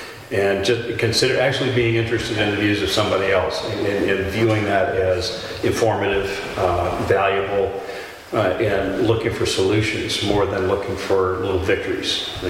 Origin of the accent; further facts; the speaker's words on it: Chester, Vermont, United States; I have lived in Vermont my whole life. I've lived in Chester for 50 years.